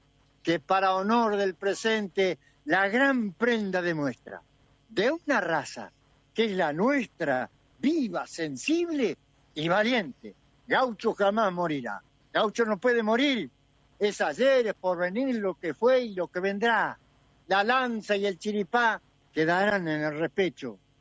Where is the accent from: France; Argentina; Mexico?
Argentina; Entre Ríos; soy argentino, soy entrerriano.